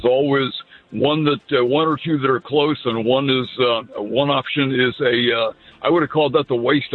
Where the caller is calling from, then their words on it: Parma, Ohio, United States; I'm in Parma.